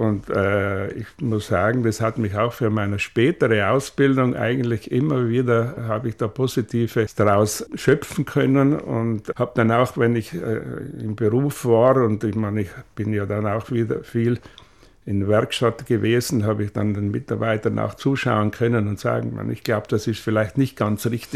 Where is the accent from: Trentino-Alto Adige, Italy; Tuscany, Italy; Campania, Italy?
Trentino-Alto Adige, Italy; mit dem Reden sind wir Südtiroler oft ein bisschen faul